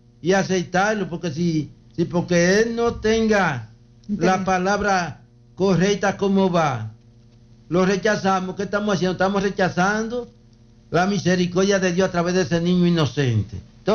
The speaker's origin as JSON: {"language": "Spanish", "country": "Dominican Republic", "said": "allá en mi tierra, La Canela"}